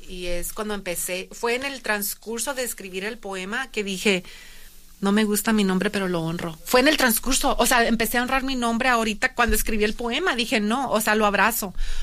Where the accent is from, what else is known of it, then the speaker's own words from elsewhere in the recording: Nayarit, Mexico; now in United States; soy mexicana, inmigrante, orgullosa de venir de la sierra de Nayarit, o sea, de honrar de dónde vengo, o sea, tan lejos